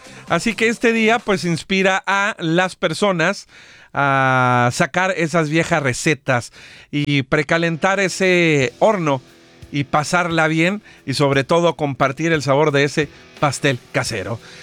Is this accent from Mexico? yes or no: yes; Mexico